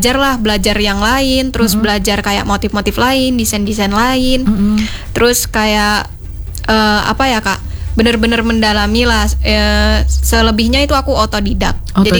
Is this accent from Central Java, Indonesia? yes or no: no; Palembang, South Sumatra, Indonesia; moved away as an adult; now in East Java, Indonesia; Aku aslinya dari Sumatera Selatan, yaitu dari kota Palembang.